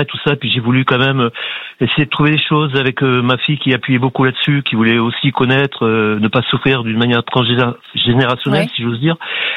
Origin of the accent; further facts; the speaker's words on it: Nouvelle-Aquitaine, France; ça m'a permis de trouver d'où je venais, d'un petit village de la Dordogne.